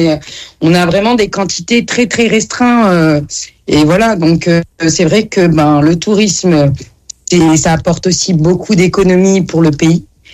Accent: Djerba, Medenine, Tunisia; Nous, on est de Djerba, on est dans une petite île. Nous, l'été, on n'a pas d'eau pour se laver, on n'a pas d'électricité.

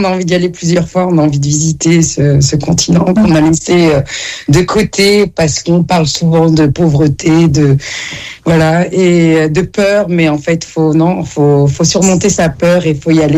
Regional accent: Djerba, Medenine, Tunisia; Nous, on est de Djerba, on est dans une petite île. Nous, l'été, on n'a pas d'eau pour se laver, on n'a pas d'électricité.

